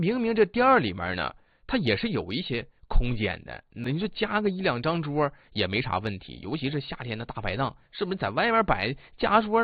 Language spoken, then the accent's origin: Chinese; Northeast China, China; accent: Northeastern Mandarin; 咱们东北话讲叫什么？叫随大溜啊。